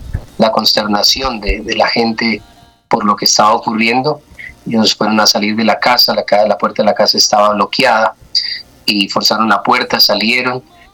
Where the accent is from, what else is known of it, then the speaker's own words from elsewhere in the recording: Ibagué, Tolima, Colombia; born there; now in Doima, Colombia; Soy tolimense por la gracia del Señor. Nací en la ciudad de Ibagué.